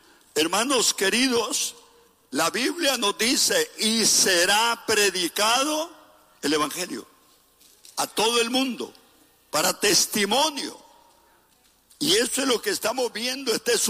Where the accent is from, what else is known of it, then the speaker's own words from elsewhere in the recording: El Salvador; Yo soy del Salvador, de allá de la nación